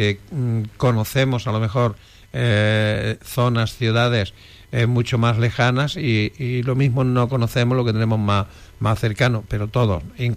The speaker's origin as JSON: {"language": "Spanish", "region": "Andalusia", "country": "Spain", "said": "de aquí, de mi tierra, de Los Pedroches."}